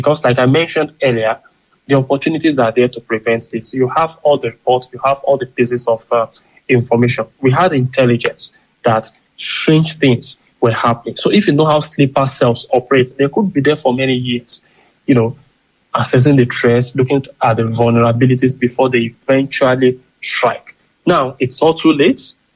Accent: Oyo, Nigeria; I'm from Oyo State, like you mentioned, and not just from Oyo State, I'm involved in community effort as chairman of Oyo Global Forum, you know, a body of professionals from Oyo.

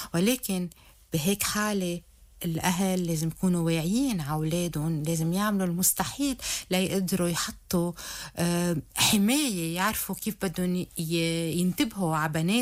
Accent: Lebanon

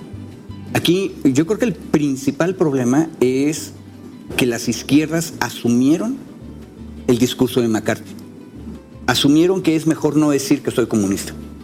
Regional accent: Mexico; yo no soy colombiano, pero igual que en México

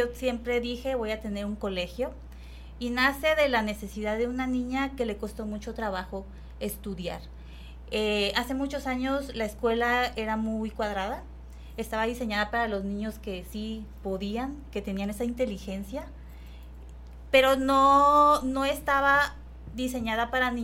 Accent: Veracruz, Mexico; moved away as an adult; also born or lived in Mexico City / Querétaro; now in Ciudad Juárez, Mexico; Yo no soy de Juárez, soy de Ciudad de México, pero toda mi vida viví en Veracruz.

